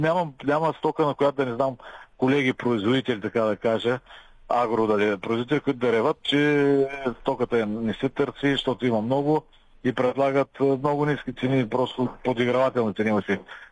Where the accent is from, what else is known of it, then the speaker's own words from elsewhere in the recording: Northeast Bulgaria, Bulgaria; понеже съм от Северо-Источна България и там имам си хора